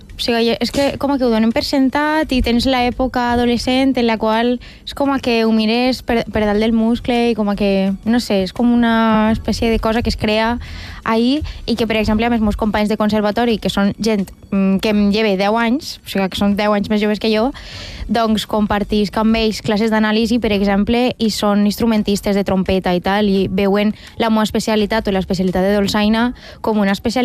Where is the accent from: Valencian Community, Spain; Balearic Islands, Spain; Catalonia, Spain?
Valencian Community, Spain; Oliva; born there; al meu poble es canten al Baix, que són estos cants improvisats per a les falles